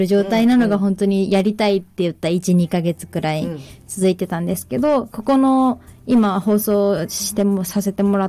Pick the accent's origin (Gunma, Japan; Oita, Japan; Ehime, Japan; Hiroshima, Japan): Gunma, Japan; Isesaki; 私は出身私は伊勢崎出身で